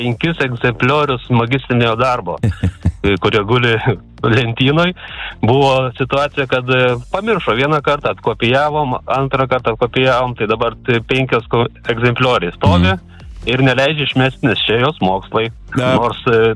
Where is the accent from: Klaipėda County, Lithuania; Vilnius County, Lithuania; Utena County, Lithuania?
Vilnius County, Lithuania; Vilnius; mes iš Vilniaus.